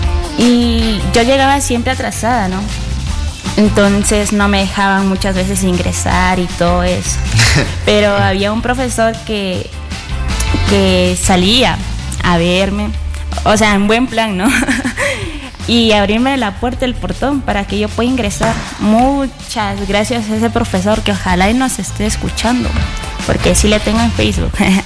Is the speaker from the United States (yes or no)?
no; Napo, Ecuador; moved away; Soy de la provincia de Napo